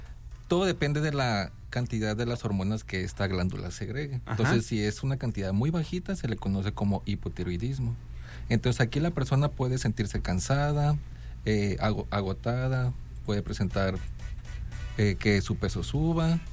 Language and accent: Spanish; Mexico